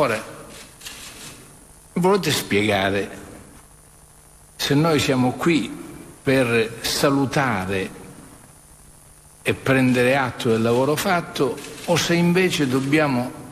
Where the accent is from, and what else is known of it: Sicily, Italy